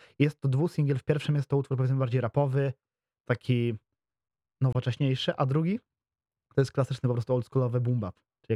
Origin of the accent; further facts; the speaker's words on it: Piaseczno, Masovian Voivodeship, Poland; w Piasecznie u mnie, bo ja jestem, jak już wcześniej wspomniałem, z południa Warszawy, bardziej z przedmieść, z tak zwanych sypialni Warszawy